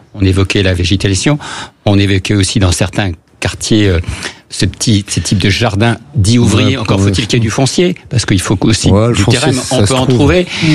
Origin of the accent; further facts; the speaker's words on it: Paris, Île-de-France, France; parce que moi je suis parisien, hein